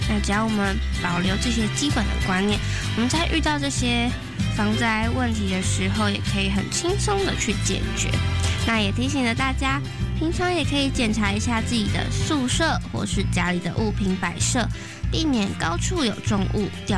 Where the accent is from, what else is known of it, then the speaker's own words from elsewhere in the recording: Hualien County, Taiwan; 却又像是我是花莲人，培宇是台南人。